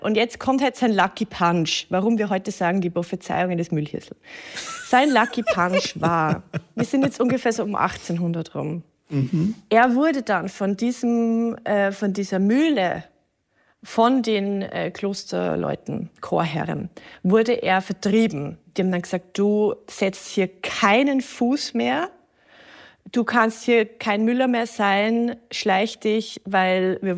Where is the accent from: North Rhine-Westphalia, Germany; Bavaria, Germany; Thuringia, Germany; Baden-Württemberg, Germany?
Bavaria, Germany; Straubing; Ich komme ja aus Straubing.